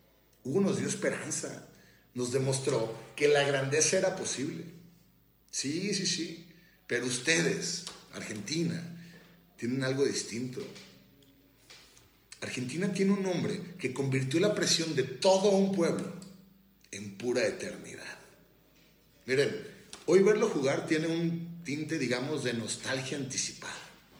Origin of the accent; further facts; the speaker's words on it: Mexico; qué coraje tan dolorosamente hermoso da entender eso siendo mexicano.